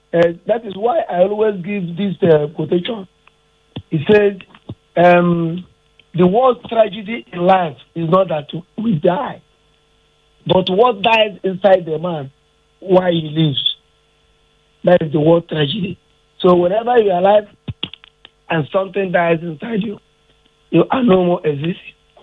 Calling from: Lagos, Nigeria; I'm calling from Kuka in Lagos.

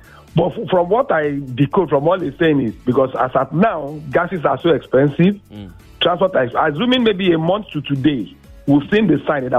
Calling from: Ikorodu, Lagos, Nigeria; from Ikorodu.

